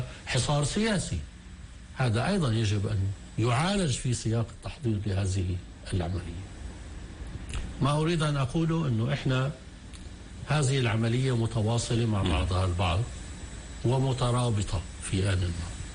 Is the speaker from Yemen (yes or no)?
no; Palestine; احنا كل ما يتعلق فينا كفلسطينيين